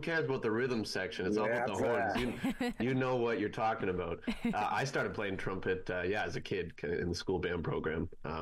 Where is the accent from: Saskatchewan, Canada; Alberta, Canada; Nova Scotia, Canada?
Nova Scotia, Canada; now in Whitehorse, Canada; where I grew up in Nova Scotia